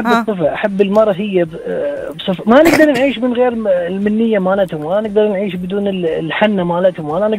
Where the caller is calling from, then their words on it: Switzerland; من سويسرا